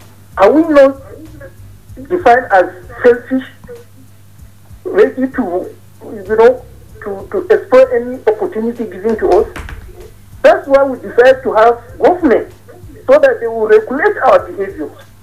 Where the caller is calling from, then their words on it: Bukuru, Plateau, Nigeria; I'm calling from Buku.